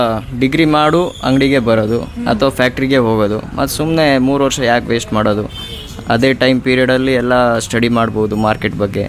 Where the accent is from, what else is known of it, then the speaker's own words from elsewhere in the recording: Shimoga, Karnataka, India; ಇಲ್ಲೇ ಶಿವಮೊಗ್ಗದಲ್ಲೇ.